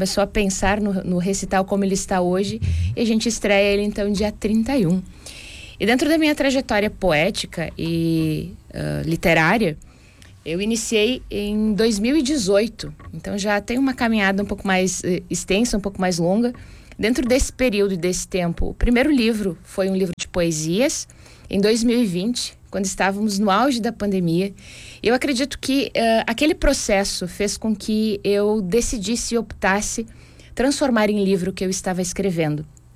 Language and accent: Portuguese; Porto Vera Cruz, Rio Grande do Sul, Brazil; born there; also born or lived in Nova Araçá / Serra Gaúcha; now in Garibaldi, Brazil; A minha cidade natal é Porto Vera Cruz, lá na fronteira do estado, mas morei quase 20 anos na região da Serra já. Nova Araçá foi minha cidade recentemente e eu cheguei em Garibaldi há quase há 3 meses.